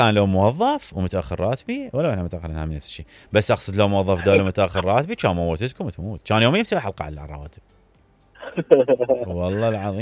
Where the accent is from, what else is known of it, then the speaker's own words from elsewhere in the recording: Iraq; عندنا بالعراق